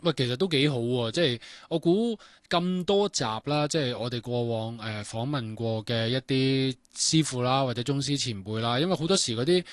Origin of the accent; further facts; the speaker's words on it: China; 即係啲我哋中國人一定要學翻我哋中國功夫